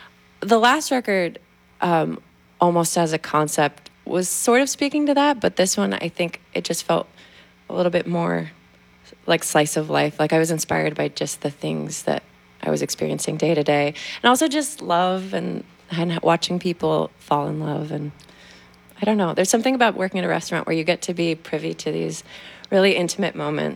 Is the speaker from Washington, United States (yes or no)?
yes; Tacoma, Washington, United States; now in New York, United States; Yeah, so I grew up in Tacoma, Washington. I definitely grew up listening to KEXP.